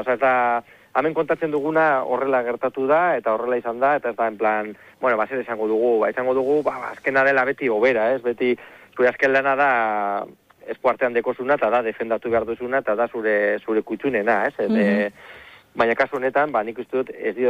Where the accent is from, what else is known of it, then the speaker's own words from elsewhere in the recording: Portugalete, Basque Country, Spain; also born or lived in Getxo; nire herri da Portugalete, Getxo